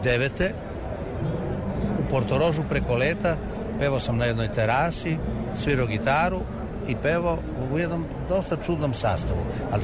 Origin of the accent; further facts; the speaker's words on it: Slovenia; Ja sam pevao kao mali dok sam čuvao krave. To je recimo kod nas u Sloveniji bilo sa 4-5 godina.